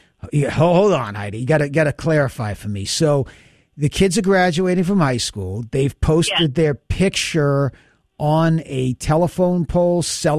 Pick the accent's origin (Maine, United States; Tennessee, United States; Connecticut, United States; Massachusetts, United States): Maine, United States; Portland; When I was a kid growing up in Maine, in Portland, back in the 1980s and early in the 70s